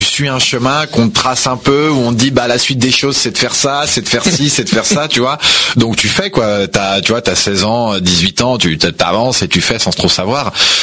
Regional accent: Meudon, Île-de-France, France; moi je suis né à Meudon, donc dans le 92. J'ai toujours grandi en Île-de-France et j'ai toujours été en Île-de-France

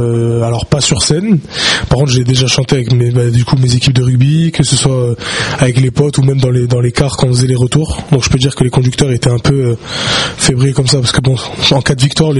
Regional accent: Southern France, France; Je viens du Sud

